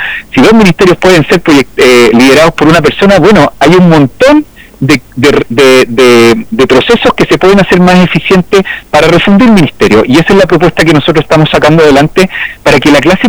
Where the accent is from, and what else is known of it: Chile